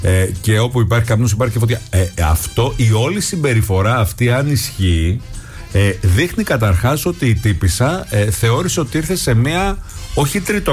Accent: Greece; πάνω απ' όλα είμαστε Έλληνες

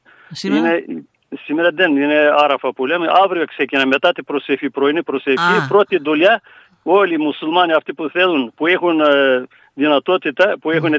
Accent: Sidiro, Eastern Macedonia and Thrace, Greece; θα είμαι και εγώ στο χωριό μου

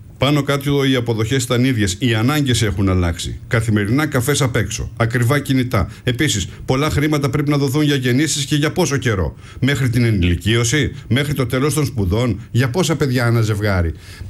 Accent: Livadi, Greece; μέσα στο χωριό μου, στο Λιβάδι

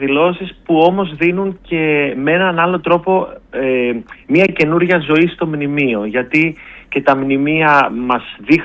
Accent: Thessaloniki, Central Macedonia, Greece; moved away; ως Θεσσαλονικιός

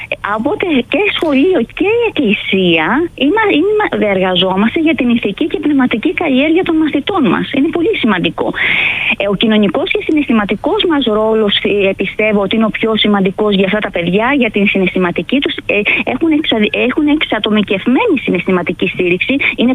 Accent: Peloponnese, Greece; now in Agathonisi, Greece; Ναι, άφησα την κοιλάδα Αργολίδας, την πανέμορφη κοιλάδα Αργολίδας, και ήρθα εδώ, αλλά και εδώ είναι ένα πανέμορφο νησί.

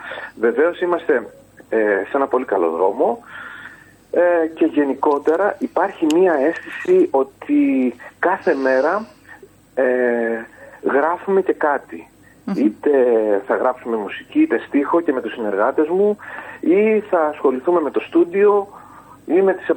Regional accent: Karditsa, Thessaly, Greece; εμείς που μεγαλώσαμε στην Καρδίτσα

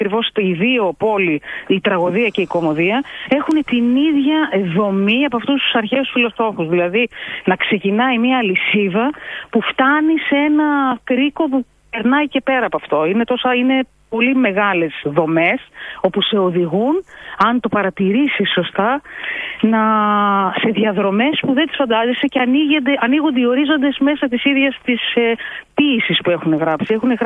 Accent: Greece; μόνο την ακούμε σαν Έλληνες.

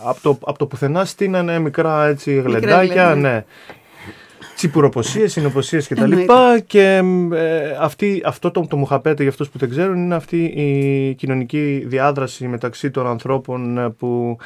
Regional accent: Plagiari, Thessaloniki, Central Macedonia, Greece; born there; also born or lived in Yerevan, Armenia; Το πρώτο μεταφερθήκαμε στο Πλαγιάρι της Θεσσαλονίκης και από το Πλαγιάρι μετά πήγαμε, δεν ξέρω πώς, συγκυριακά, ας πούμε, στο Κολχικό Λαγκαδά.

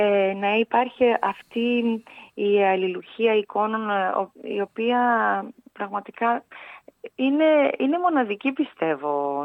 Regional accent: Greece; Ακόμα και στον δρόμο έλεγα ότι είμαι Έλληνας και χαμός γινόταν.

